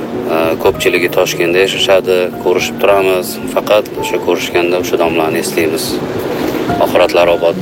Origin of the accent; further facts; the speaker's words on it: a village in Bulungur district, Samarkand Region, Uzbekistan; menda ham bir chekka bir qishloqning chekka joyida ulg'ayib o'sib katta bo'lganman.